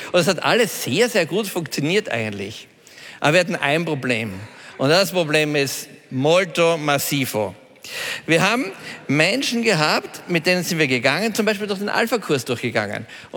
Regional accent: Austria; now in Salzburg, Austria; Otto, ich bin der zweite Österreicher. Otto, wo bist du? Ah ja, Otto, ich bin auch aus Österreich. … bin Unternehmer in Salzburg

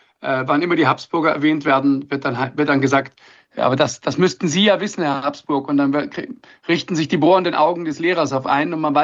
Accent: Germany; born there; Und dann, als ich geboren bin, bin ich in Deutschland geboren. Und so habe ich eine deutsche Staatsbürgerschaft.

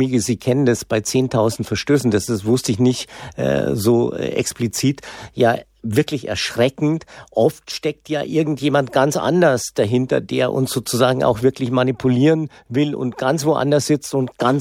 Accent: Bad Griesbach im Rottal, Bavaria, Germany; ich bin ja in Bad Griesbach im Rottal geboren, im Landkreis Passau.

